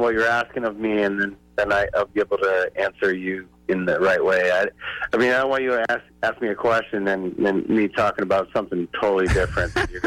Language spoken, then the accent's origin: English; Maine, United States; I was from Maine originally.